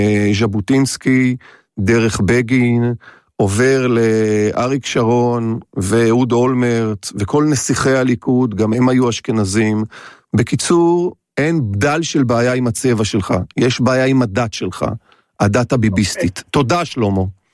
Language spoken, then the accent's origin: Hebrew; Haifa, Haifa District, Israel; born there; אני גם נולדתי בחיפה